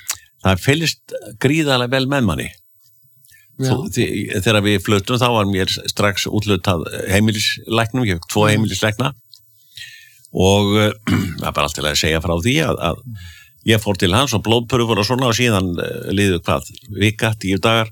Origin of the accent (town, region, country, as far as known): Akureyri, Northeastern Region, Iceland; born or raised there